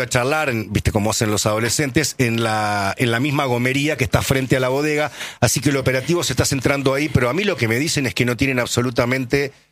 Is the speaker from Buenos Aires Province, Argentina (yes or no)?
no; Colonia Caroya, Córdoba, Argentina; Yo pasé mi infancia en Colonia Carolla desde los ocho años